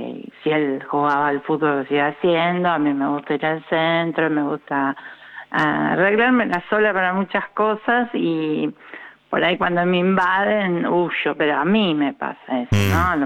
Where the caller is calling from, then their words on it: Rosario, Santa Fe, Argentina; de Rosario.